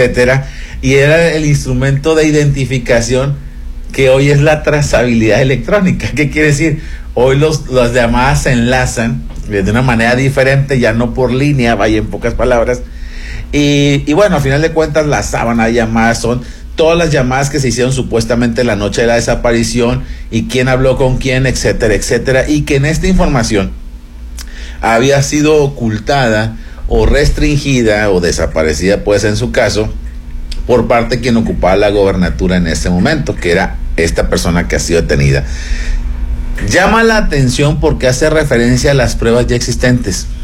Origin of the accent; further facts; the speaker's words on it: Mexico; como padre, como mexicano